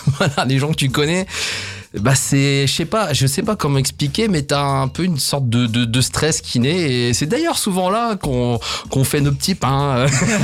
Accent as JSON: {"language": "French", "town": "Les Grandes-Loges", "region": "Grand Est", "country": "France", "said": "moi je suis originaire des Grandes Loges et Juvigny, on est voisins, j'y passe beaucoup de temps."}